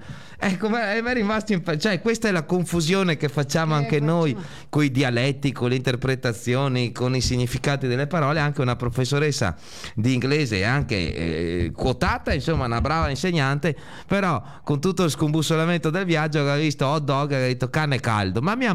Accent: Padua, Veneto, Italy; born there; io che sono nato a Padova, ma mio nonno paterno è di Napoli, materno è di Roma, mia nonna è di Rovigo, tutti imbastardati

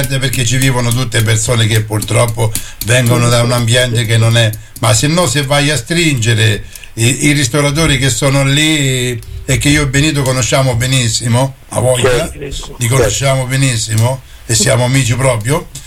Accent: Fermo, Marche, Italy; Guarda, Dario, ti posso dire che io so che sono di Fermo.

